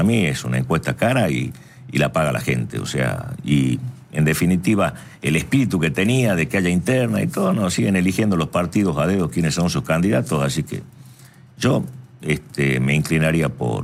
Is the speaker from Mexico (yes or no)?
no; Tucumán, Argentina; Que yo siempre, como tucumanos siempre nos peleamos cuál es más rica, si la tucumana o la salta.